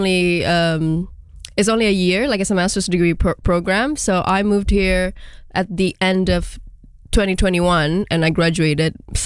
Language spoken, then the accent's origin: English; Indonesia; moved away as an adult; now in United Kingdom; I did my bachelor's degree in communications back in Indonesia. I've lived a life there. I grew up there my whole life, never really kind of like moved anywhere else.